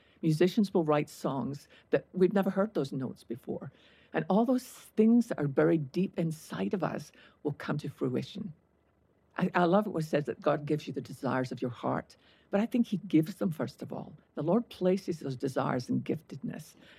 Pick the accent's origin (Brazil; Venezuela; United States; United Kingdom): United Kingdom; Scotland; when I was growing up in Scotland in our little church, I loved our Tuesday night prayer meeting.